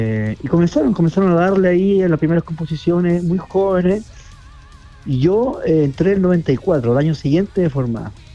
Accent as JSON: {"language": "Spanish", "town": "Santiago", "region": "Santiago Metropolitan Region", "country": "Chile", "said": "Somos de la Florida, acá en Santiago, y en un barrio ahí bien popular"}